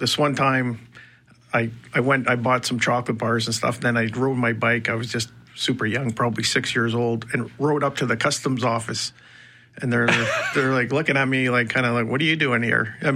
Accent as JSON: {"language": "English", "town": "Emerson", "region": "Manitoba", "country": "Canada", "tie": "born there", "said": "So I was born in Emerson, Manitoba, September 9th, 1964. So, 61 years old"}